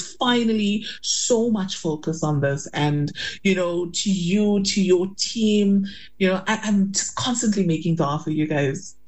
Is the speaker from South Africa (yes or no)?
yes; South Africa; as a South African, you know, we make so much shukr for the small mercies from Allah.